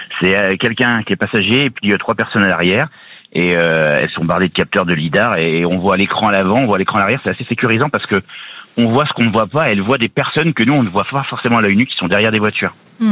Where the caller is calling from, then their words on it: Bourgogne-Franche-Comté, France; De Saône-et-Loire.